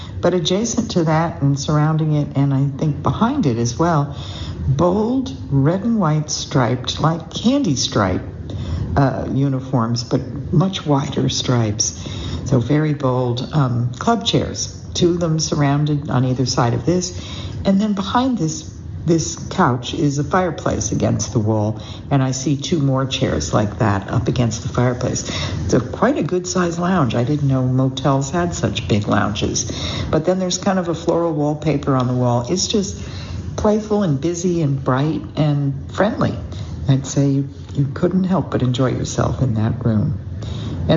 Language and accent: English; Trinidad & Tobago; Growing up in Trinidad had conditioned me to jungles filled with dark, murky, mysterious waterways.